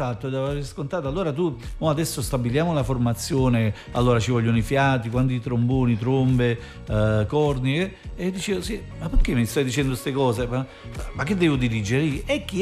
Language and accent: Italian; Campania, Italy; io vengo dall'Arenaccia